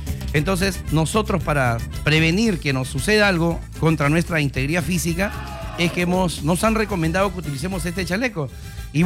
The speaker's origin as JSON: {"language": "Spanish", "town": "Villa El Salvador", "region": "Lima", "country": "Peru", "said": "yo soy un ciudadano de Villa El Salvador."}